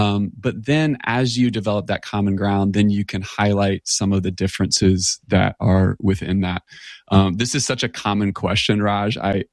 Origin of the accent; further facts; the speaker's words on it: Tennessee, United States; I'm from Tennessee, so I can feel where you are there in Chattanooga. My dad's side of the family's up the road in Shelbyville.